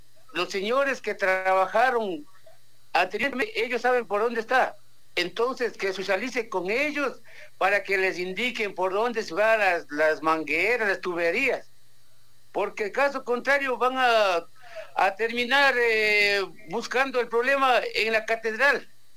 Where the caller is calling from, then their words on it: Latacunga, Cotopaxi, Ecuador; de San Felipe